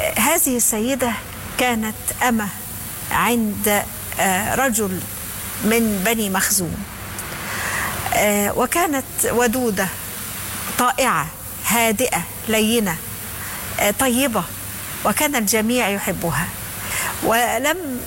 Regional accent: Egypt; احنا دلوقتي في مصر

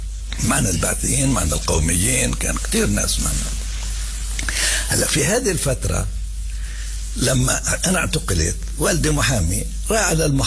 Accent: Jerusalem, Palestine; أنا من القدس

